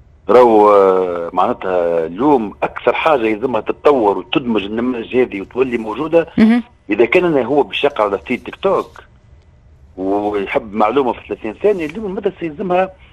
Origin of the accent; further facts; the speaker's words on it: Tunisia; تعرف عدد البنات عدد مراكز التكوينية عندنا في تونس وقوتها